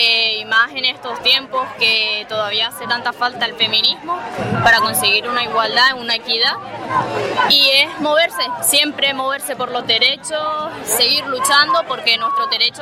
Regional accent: San Bartolomé de Tirajana, Canary Islands, Spain; Tenemos diferentes sedes por el ayuntamiento de todo Gran Canaria. Yo soy de San Bartolomé de Tirajana.

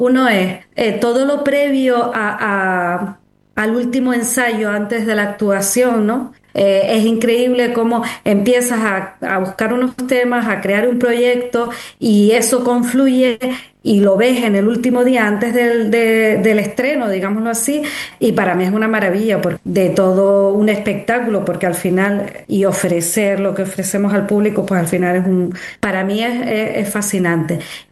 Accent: San Juan de la Rambla, Canary Islands, Spain; Nosotros somos de aquí de San Juan de la Rambla

